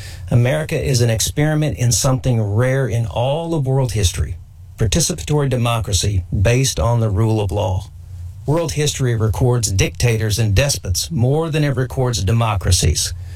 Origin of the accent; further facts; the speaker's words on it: United States; Both as an American and as a Native American